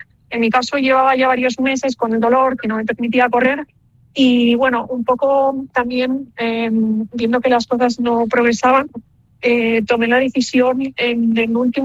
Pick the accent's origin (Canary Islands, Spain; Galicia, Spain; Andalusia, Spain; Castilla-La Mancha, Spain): Galicia, Spain; Vigo; Sí, porque yo soy de Galicia, nací en Vigo, he vivido toda, hasta ahora siempre aquí, he desarrollado toda mi carrera deportiva en Galicia